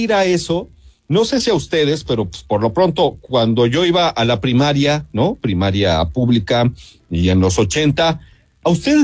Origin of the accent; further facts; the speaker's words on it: Mexico; Es que yo soy un mal mexicano, banda. Yo la verdad soy un mal mexicano.